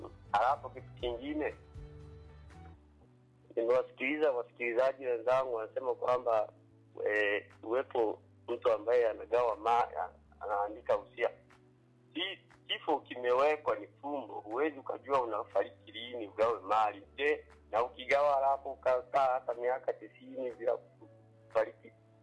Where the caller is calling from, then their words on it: Kisesa, Mwanza, Tanzania; napiga simu kutoka Kisesa Mwanza.